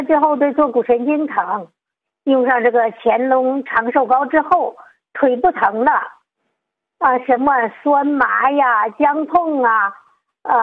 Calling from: Tianjin, China; 我是天津宝坻的。

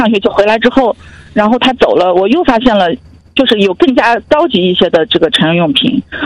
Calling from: Xinjiang, China; 你好，我是新疆的听众啊。

